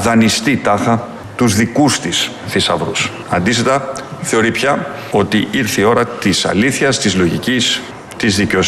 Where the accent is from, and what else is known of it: Greece